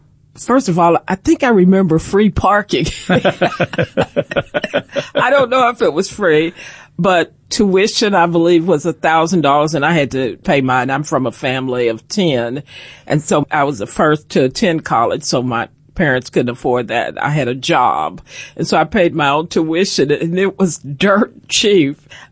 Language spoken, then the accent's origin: English; Chattanooga, Tennessee, United States; born there; I was born in Chattanooga.